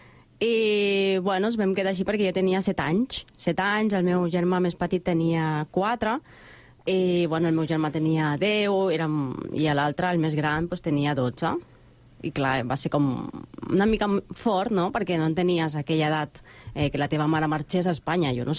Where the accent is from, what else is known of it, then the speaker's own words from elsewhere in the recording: Guayas, Ecuador; now in Spain; bon dia. Bueno, jo sóc de l'Equador, concretament de Guayaquil, un poble que està a 2 hores, per dir-ho així. Bueno, el meu poble és petit, és pobre